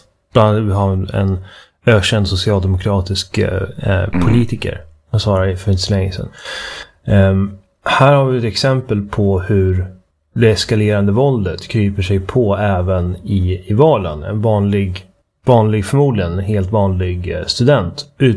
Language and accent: Swedish; Uppsala, Uppsala County, Sweden; Jag själv, när jag var ung, växte upp i Eriksberg, som är grannstadsdelen till Flogsta.